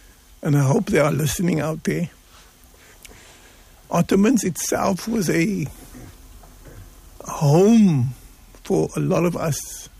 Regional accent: Cape Town, Western Cape, South Africa; having been born from Bull Cup, Cape Town parents, growing up in the Bull Cup, sport was part of the culture. And we used to play cricket on the cobblestones of the Bull Cup.

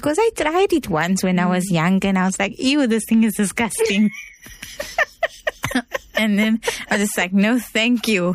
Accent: Johannesburg, Gauteng, South Africa; because we grew up in Joburg

